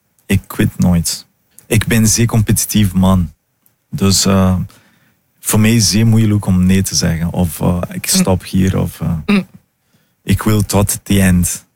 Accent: Brazil; Dutch is a second language; now in Netherlands; ik ben ook uit Brazilië en in Brazilië moeders zijn heilig.

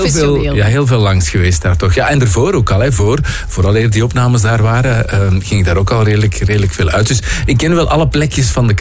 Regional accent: Flanders, Belgium; de buurt waar ik vandaan kom, daar had je in Merchtem de Dibango. En in Dendermonde was er de Comilfo.

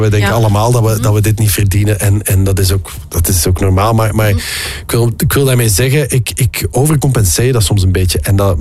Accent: Netherlands; Ja, wij zijn Nederlanders, hè, dus wij zijn van nature best wel... wij zijn wel spaarzaam opgevoed.

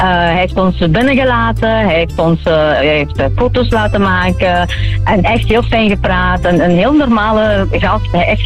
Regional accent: Italy; first language Neapolitan; Dutch is a second language; Ja, dat is mijn moedertaal, hè.

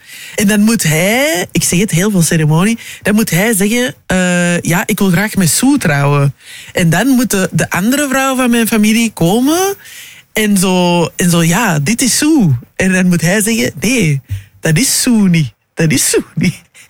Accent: Belgium; also born or lived in Democratic Republic of the Congo; ik ben een Congolees en Belgisch.

